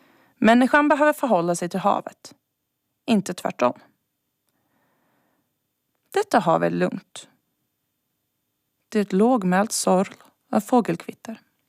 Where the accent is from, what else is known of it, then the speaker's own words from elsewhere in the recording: Godby, Åland, Finland; born there; moved away; Hon arbetade i köket på Godbydaghem när jag gick mina första år på dagis.